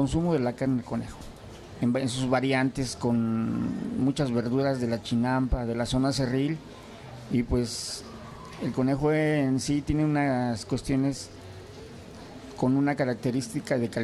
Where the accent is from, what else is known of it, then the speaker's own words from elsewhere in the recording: Mexico City, Mexico; yo vengo de la alcaldía de Xochimilco. Una alcaldía muy tradicional